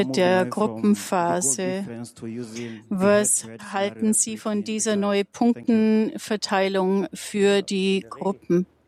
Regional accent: Spain; ich bin auch aus Spanien. Ich werde meine Frage auf Spanisch stellen.

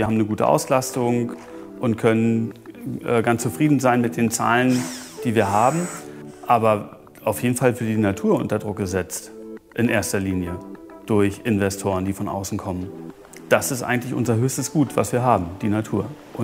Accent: Rügen, Mecklenburg-Vorpommern, Germany; bin 49 Jahre alt, bin hier auf Rügen geboren und in Görn aufgewachsen

